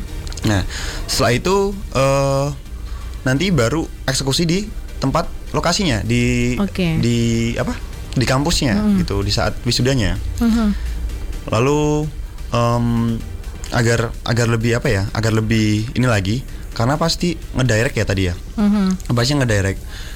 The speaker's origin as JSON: {"language": "Indonesian", "town": "Madiun", "region": "East Java", "country": "Indonesia", "tie": "born there", "said": "Kalau misalkan di Madiun, ya karena Madiun ini tempat kelahiranku juga."}